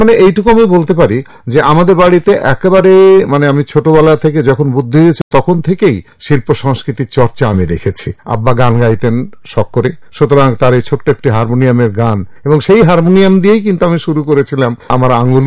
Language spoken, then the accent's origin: Bangla; Khulna Division, Bangladesh; একেবারেই আমার জন্মটা যে ছোটবেলাটা ওইটা পূর্ববঙ্গ, ফলে আমাদের পূর্ববঙ্গের নদিয়া যখন দেশ ভাগ হওয়ার পরে দুই দিকেই কিন্তু আমাদের অবস্থান, ওদেশেও জমি জায়গা বাড়ি ঘর আছে, এদেশেও আছে।